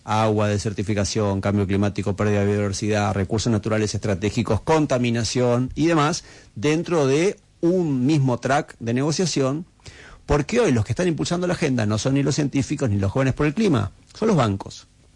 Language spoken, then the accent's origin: Spanish; Argentina